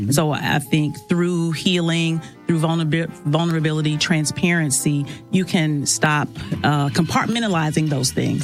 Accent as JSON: {"language": "English", "town": "Stedman", "region": "North Carolina", "country": "United States", "moved": "yes", "lives_now": "Rock Hill, United States", "said": "I'm from Stedman, North Carolina."}